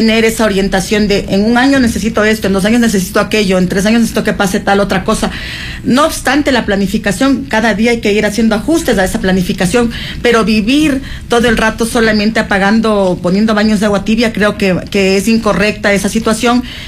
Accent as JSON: {"language": "Spanish", "region": "Chimborazo", "country": "Ecuador", "said": "Yo soy proveniente de Chimborazo"}